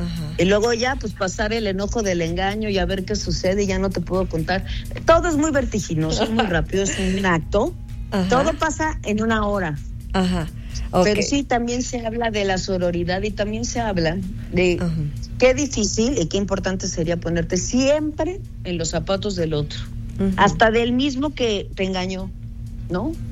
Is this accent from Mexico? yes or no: yes; Mexico